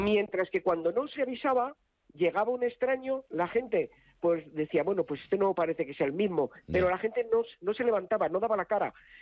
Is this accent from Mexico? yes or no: no; Spain